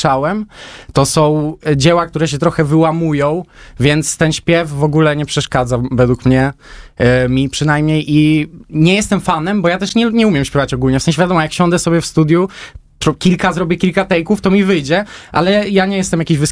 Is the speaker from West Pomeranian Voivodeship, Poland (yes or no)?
no; Warsaw, Masovian Voivodeship, Poland; jestem z Bemowa